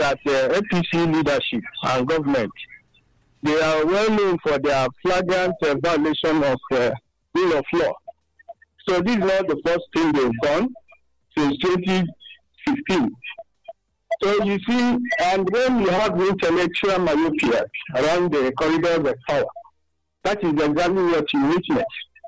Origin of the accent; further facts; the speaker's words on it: Masaka, Nasarawa, Nigeria; from Masaka.